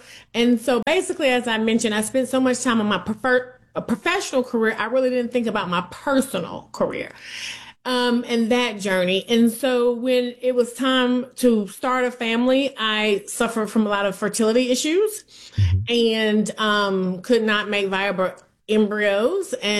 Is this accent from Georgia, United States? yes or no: yes; Atlanta, Georgia, United States; also born or lived in New York; I grew up in Atlanta, Georgia, in a family where my father was the minister, so I was in church a lot. And then after graduating from college, I moved to New York